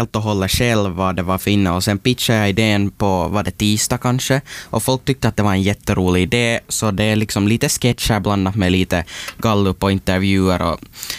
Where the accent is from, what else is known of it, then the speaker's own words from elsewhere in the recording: Hanko, Uusimaa, Finland; Ja, jag är hangebo. Jag kommer från Hange nu faktiskt.